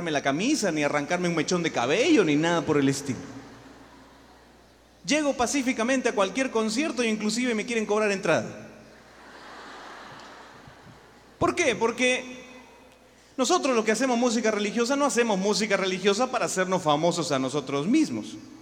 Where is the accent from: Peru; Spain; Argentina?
Peru; soy músico católico, soy de Perú, tengo 20 años.